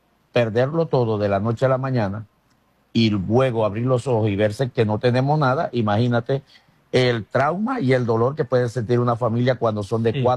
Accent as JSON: {"language": "Spanish", "country": "Venezuela", "said": "Somos venezolanos y aquí estamos haciendo esta marcha por Venezuela"}